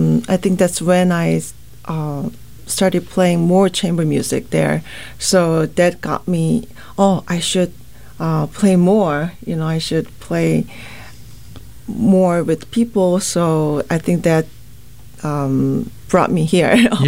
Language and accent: English; Seoul, South Korea; moved away as an adult; So I'm from South Korea. I grew up in Seoul